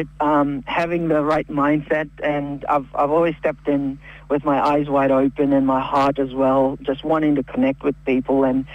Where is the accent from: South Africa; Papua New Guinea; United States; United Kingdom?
Papua New Guinea; Morobe; that was the very same province where I am from as well.